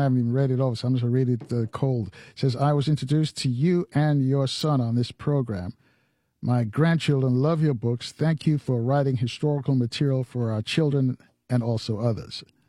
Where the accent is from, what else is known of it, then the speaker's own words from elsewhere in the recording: New York, United States; Yeah, it kind of reminds me, growing up in New York, there were several newspapers at one time